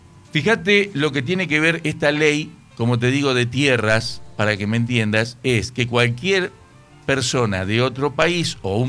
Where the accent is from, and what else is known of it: Argentina